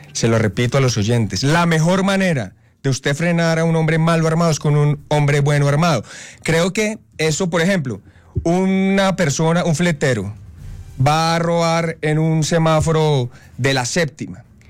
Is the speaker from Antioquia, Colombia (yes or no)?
no; Cali, Valle del Cauca, Colombia; toda mi tierra, Cali, el Valle del Cauca